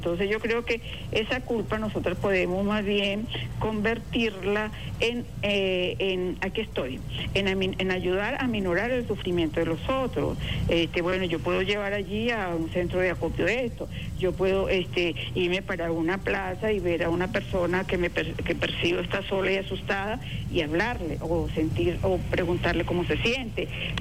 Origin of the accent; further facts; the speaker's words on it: Venezuela; dentro de nuestra identidad como venezolanos está la solidaridad.